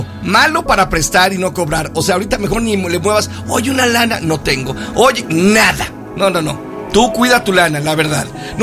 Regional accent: Jerez, Zacatecas, Mexico; soy de Jerez y ahí somos algunos medios mensos

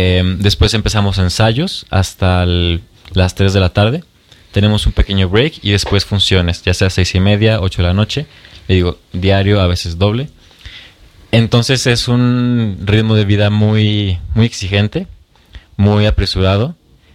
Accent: Mexico; este apapacho que nosotros tenemos mucho como mexicanos. Por supuesto, la familia se extraña muchísimo.

